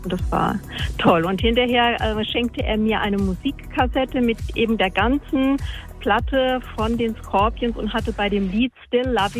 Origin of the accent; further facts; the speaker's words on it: Mainz, Rhineland-Palatinate, Germany; born there; Ich komme gebürtig aus Mainz.